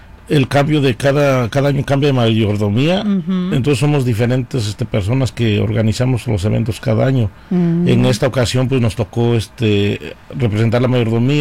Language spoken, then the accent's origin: Spanish; Santa María Tindú, Oaxaca, Mexico; Somos de Santa María Tindú.